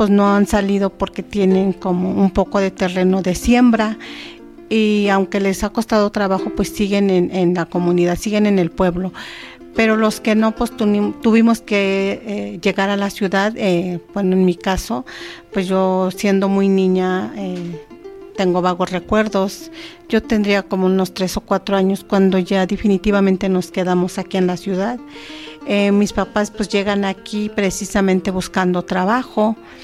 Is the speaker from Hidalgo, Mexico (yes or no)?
no; Santiago Mexquititlán, Querétaro, Mexico; mi comunidad y mi pueblo pues es Santiago Mezquititlán, municipio de Amialco, Querétaro, y pues ha sido muy difícil vivir en mi pueblo